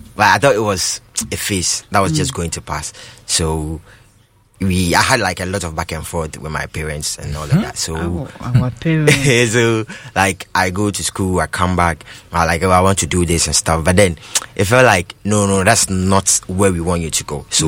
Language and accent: English; Bupe, Savannah Region, Ghana; So, I'm from Bupe, which is the central Gonja district, or Savannah region.